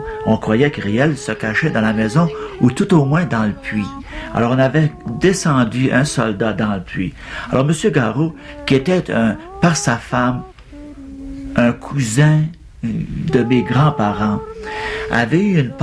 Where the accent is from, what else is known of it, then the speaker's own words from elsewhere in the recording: Saint-Isidore-de-Bellevue, Saskatchewan, Canada; born there; Et alors, je suis né, moi, à Saint-Isidore de Bellevue, il y a 51 ans.